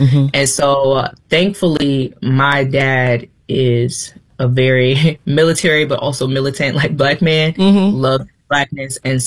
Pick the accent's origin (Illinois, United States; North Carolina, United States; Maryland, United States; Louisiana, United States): North Carolina, United States; also born or lived in Youngstown, Ohio / Texas; I was born in Youngstown, Ohio. By the time I was two, we had started moving. So I was in North Carolina, Fort Bragg area for about 10 years. Then we went to Texas and Fort Hood area.